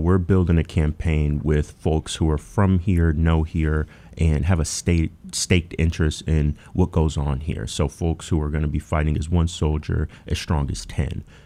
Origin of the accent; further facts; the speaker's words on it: Battle Creek, Michigan, United States; Yep. Born and raised.